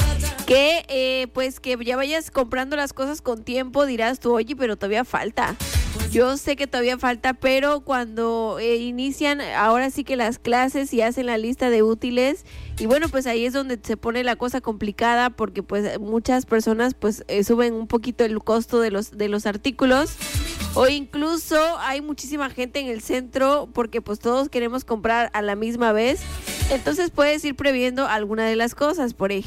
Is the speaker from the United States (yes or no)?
no; Mexico